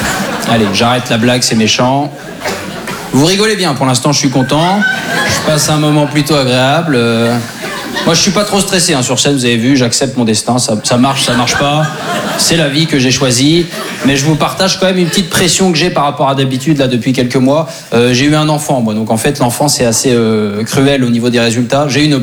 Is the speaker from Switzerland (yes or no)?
yes; Switzerland; now in France